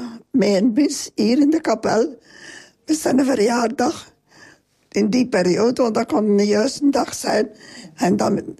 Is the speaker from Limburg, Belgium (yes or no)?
yes; Halmaal, Limburg, Belgium